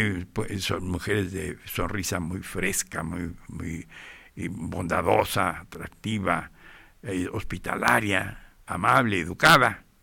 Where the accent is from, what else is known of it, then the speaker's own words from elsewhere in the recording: Jalisco, Mexico; Tepatitlán, parte de mi tierra, Jalisco, la entrada a los altos de Jalisco, Tepa.